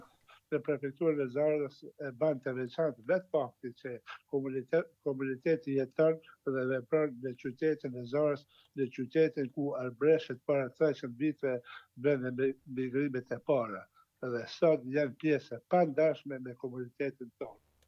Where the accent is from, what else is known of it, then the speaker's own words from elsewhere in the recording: Zadar, Zadar County, Croatia; jemi pjesë pandashme e arbreshme, edhe jemi krenarë si shoqatë, si shqiptarë